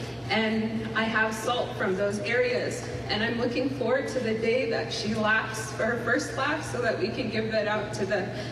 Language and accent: English; Navajo Nation, United States; Yes, we received our degrees, but we come from the Navajo Nation, Dinenhiklin, and all that we do is in the best interest of our people.